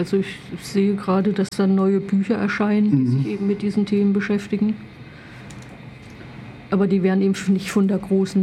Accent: Thuringia, Germany; Also auch wenn ich in mein Heimatdorf fahre und dann die Gespräche anhöre in Thüringen

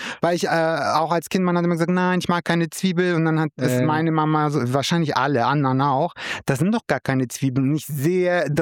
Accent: Rothenburg, Germany; Bei uns in Rothenburg, wo ich herkomme, da wird halt zu Weihnachten, ist dann überall so geschmückt, so mit Geschenkeboxen und alles.

